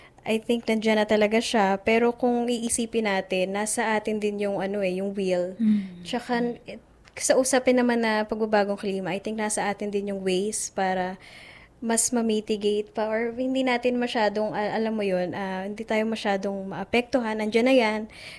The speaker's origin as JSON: {"language": "Tagalog", "area": "Bulacan", "region": "Central Luzon", "country": "Philippines", "said": "ako po ay from Bulacan."}